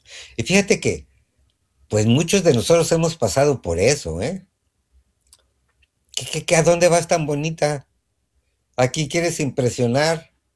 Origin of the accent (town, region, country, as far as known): Mexico